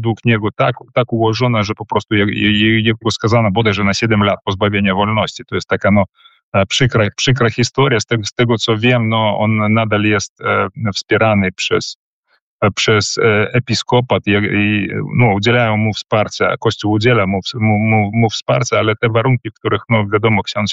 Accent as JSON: {"language": "Polish", "country": "Belarus"}